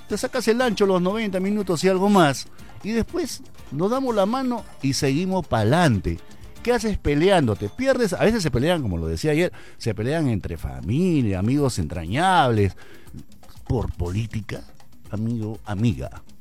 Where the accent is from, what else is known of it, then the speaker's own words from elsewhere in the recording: Peru; Ya es hora de ponernos las pilas como peruanos